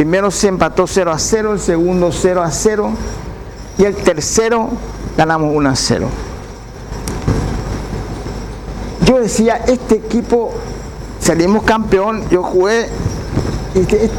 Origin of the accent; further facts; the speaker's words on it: Paraguay; yo todavía no sabía que era paraguayo